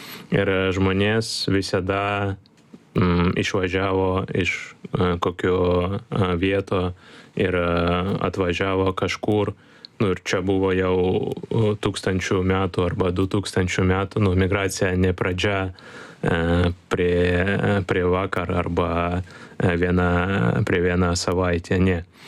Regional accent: Ukraine; Lithuanian is a second language; moved away as an adult; now in Lithuania; kaip ukrainietis

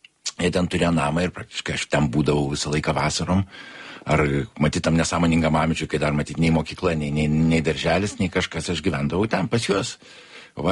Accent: Kaunas, Kaunas County, Lithuania; born there; now in Vilnius, Lithuania; šiaip tai aš visai ką save pozicionuoju kaip vilnietė, nes, bet kai manęs paklausė apie gimimą, aš jiems pasakau, kad tie pirmieji du metai vis tiek yra Kaune, ir gimimas yra Kaune

